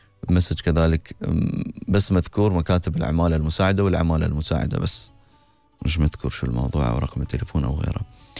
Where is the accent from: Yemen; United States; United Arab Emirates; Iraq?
United Arab Emirates; لدي ابنتان منها وأنا إماراتي